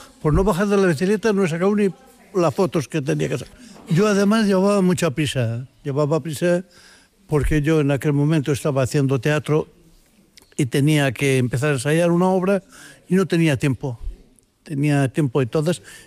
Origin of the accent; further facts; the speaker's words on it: Galicia, Spain; Y tengo un problema de que como buen gallego, cuando llegué a Ribo Cebreiro, ya estaba en mi tierra, allí era yo él.